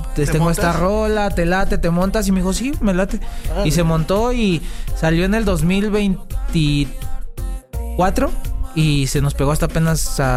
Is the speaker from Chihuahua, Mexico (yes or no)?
no; Tlalnepantla, State of Mexico, Mexico; born there; O sea, yo casi no estoy en Tlalnepantla, pero yo nací en Tlalnepantla y yo represento esa.